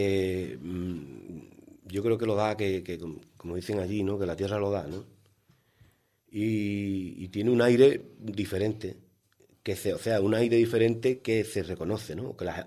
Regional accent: Jerez de la Frontera, Andalusia, Spain; born there

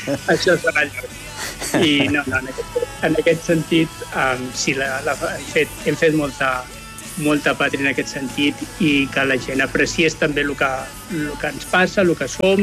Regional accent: Catalonia, Spain; now in Johannesburg, South Africa; nosaltres som catalans i que som una família catalana i que no som espanyols.

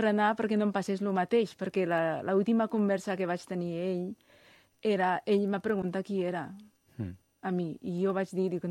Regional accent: Suzhou, Jiangsu, China; also born or lived in Shanghai; now in Barcelona, Spain; nosaltres, que som del sud, de Suzhou, i amb la qual cosa anex a Shanghai, som molt minoritaris.

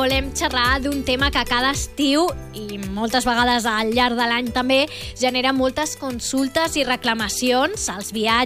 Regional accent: Balearic Islands, Spain; Jo, que sóc de Mallorca

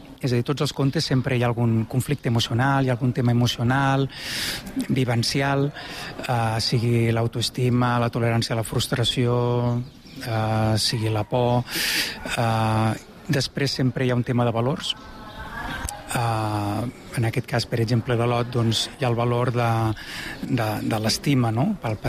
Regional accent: Catalonia, Spain; Jo sóc de la Noguera

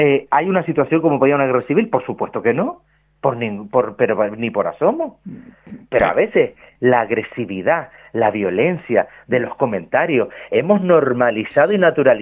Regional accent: Canary Islands, Spain; con el desfase total que tenemos en Canarias

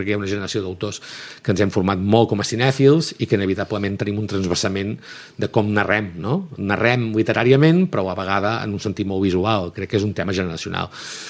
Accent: Girona, Catalonia, Spain; perquè es basa en una època que vaig viure de petit, a la ciutat meva, jo sóc de Girona

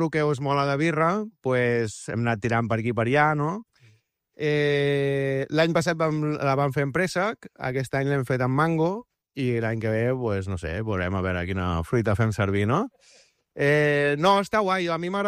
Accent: Arenys de Mar, Catalonia, Spain; Arenys de Mar, sempre. Capital de l'Almaresma.

